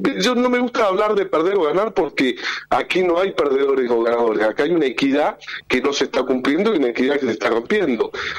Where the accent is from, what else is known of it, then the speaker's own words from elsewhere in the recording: El Bolsón, Río Negro, Argentina; born there; Yo soy un enamorado del Bolsón, tercera generación